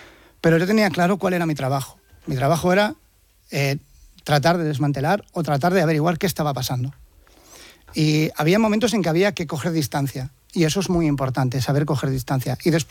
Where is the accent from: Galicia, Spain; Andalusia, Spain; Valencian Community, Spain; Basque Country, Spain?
Galicia, Spain; Vigo; yo soy de Vigo.